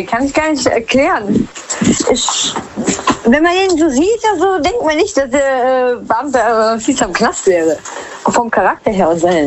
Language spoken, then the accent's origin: German; Rhineland-Palatinate, Germany; Hi, aus Westerwald.